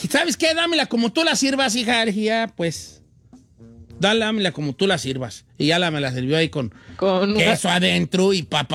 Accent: Michoacán, Mexico; Yo soy de Michoacán.

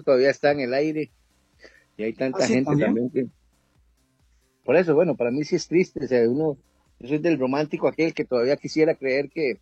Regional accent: Costa Rica; Que no podemos como costarricenses, como el simple aficionado, andar con la camiseta de la selección puesta.

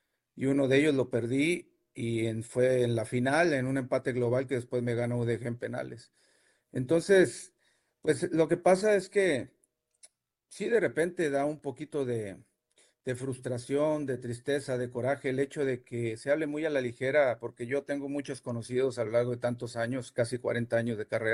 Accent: Tampico, Tamaulipas, Mexico; era mi ciudad natal y que acá está mi familia

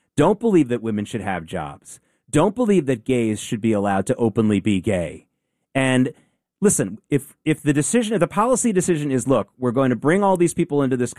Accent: the South, United States; I grew up in the South.

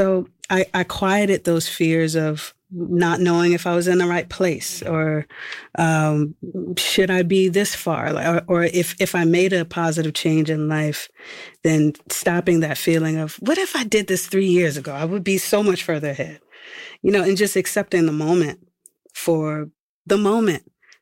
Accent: New Orleans, Louisiana, United States; And so I am from New Orleans, and I grew up, like, on the scene playing

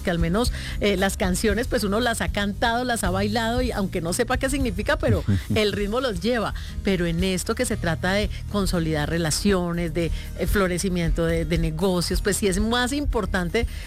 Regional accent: Cali, Valle del Cauca, Colombia; yo soy caleña, durante muchos años manejé mis horas musicales y especialmente tropicales

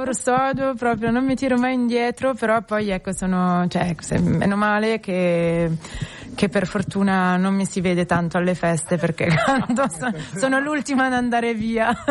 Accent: Milan, Lombardy, Italy; sono milanese

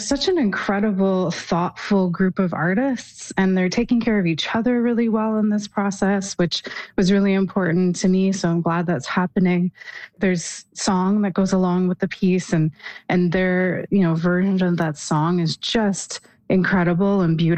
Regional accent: Ontario, Canada; So I should say I'm from Huron County, which is the region that Alice Munro grew up in.

